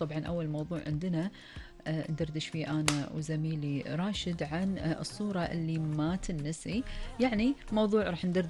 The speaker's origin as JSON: {"language": "Arabic", "country": "Kuwait", "said": "في ديرتنا الحبيبة الكويت"}